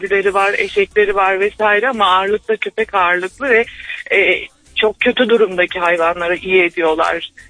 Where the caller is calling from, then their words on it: Ankara, Turkey; ben Ankara'dan arıyorum.